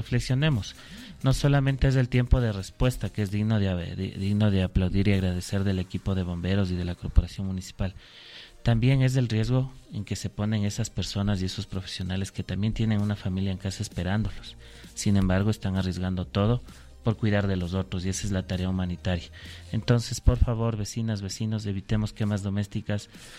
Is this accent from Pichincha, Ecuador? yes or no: yes; Quito, Pichincha, Ecuador; como quiteñas y quiteños